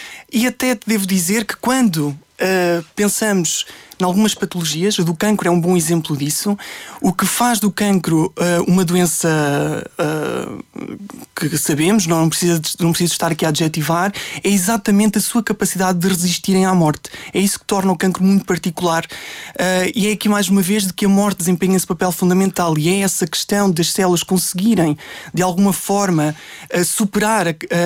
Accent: Carrazedo de Montenegro, Norte, Portugal; Portanto, eu sou de Carrasão de Montenegro, que é, aliás, é uma vila que pertence à freguesia de Carrasão de Montenegro, concelho de Valpaços.

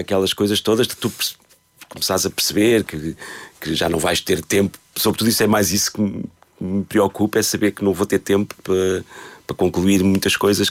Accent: Lisbon, Portugal; born there; moved away as an adult; also born or lived in New York; Eu nasci em Lisboa.

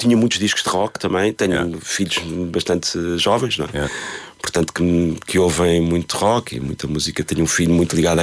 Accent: Lisbon, Portugal; born there; moved away as an adult; also born or lived in New York; Eu nasci em Lisboa.

